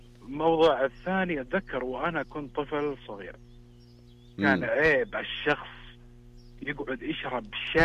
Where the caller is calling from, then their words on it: Jeddah, Makkah Province, Saudi Arabia